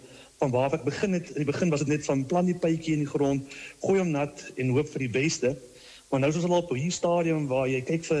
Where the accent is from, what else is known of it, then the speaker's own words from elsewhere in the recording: Meyerton, Gauteng, South Africa; Ek is afkomstig van Meyerton, hier in die Midvaal omgeving Gauteng area